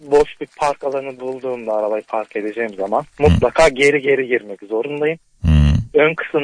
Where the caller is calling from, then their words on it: Antalya, Turkey; ben Antalya'dan arıyorum.